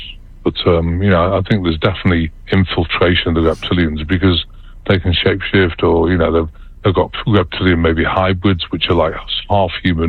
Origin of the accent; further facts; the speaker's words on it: United Kingdom; accent: British; now in United States; Well, actually, I'm American. I became a citizen in 2017, but I've still got a British accent